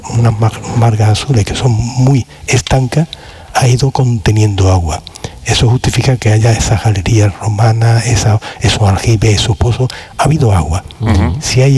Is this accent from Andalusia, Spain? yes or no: yes; Carmona, Andalusia, Spain; born there; Yo recuerdo de niño, yo escuché en Carmona a los mayores